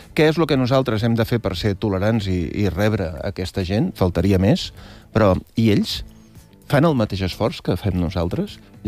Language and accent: Catalan; Mataró, Catalonia, Spain; jo que sóc de Mataró i que també tinc molta migració